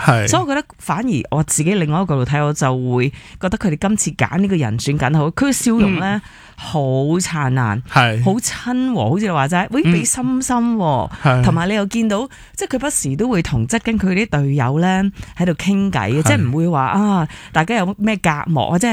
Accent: Hong Kong; 因为我自己都系香港人啦

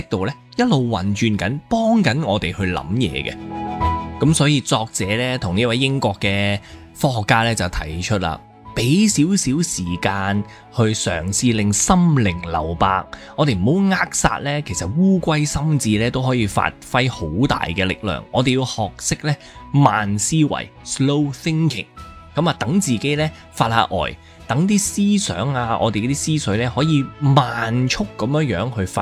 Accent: Hong Kong; 我们香港人

